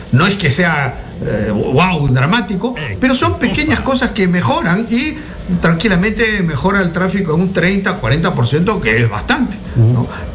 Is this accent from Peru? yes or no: yes; Peru; tú sabes cómo somos los peruanos